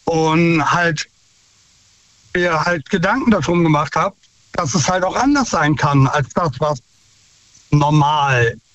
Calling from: Sinzig, Rhineland-Palatinate, Germany; Aus Sinzig. Ich habe die Nummer gewechselt.

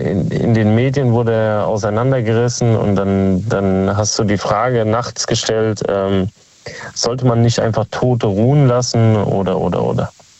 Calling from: Kaiserslautern, Rhineland-Palatinate, Germany

